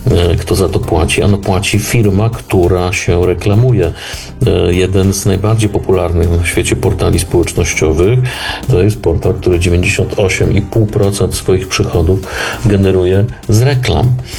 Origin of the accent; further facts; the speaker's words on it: southern Poland, Poland; ja się wychowywałem na południu Polski